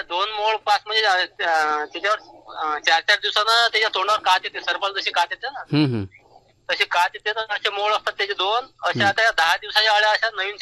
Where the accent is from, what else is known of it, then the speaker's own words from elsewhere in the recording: Alegaon, Maharashtra, India; माझं गाव अकोला जिल्ह्यात आहे, पातूर तालुका आलेगाव म्हणून.